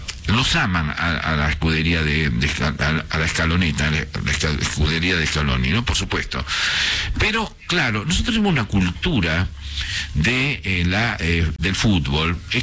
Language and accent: Spanish; Argentina; Eso somos nosotros, somos los argentinos, nos tienen que bancar así